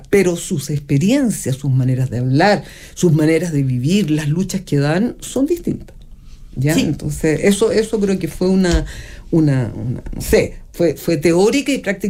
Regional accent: Chile

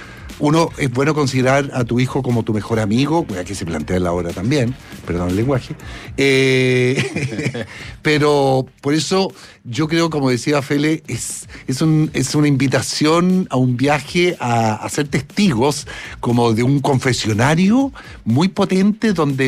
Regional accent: Chile; también hablábamos que nosotros como sociedad, como chilenos, somos buenos para el copete, digámoslo.

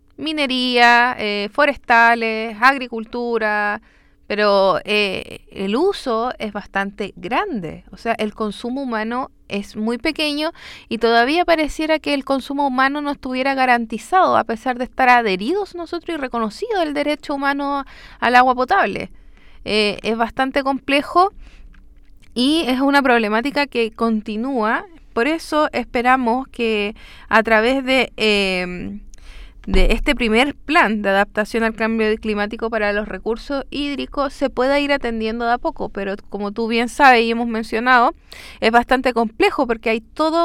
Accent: Chile; nosotros como chilenos

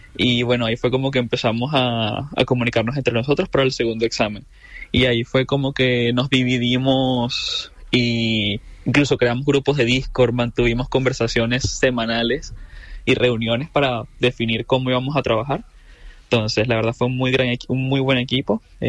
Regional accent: Venezuela; yo soy venezolano y tenía que tener el pasaporte

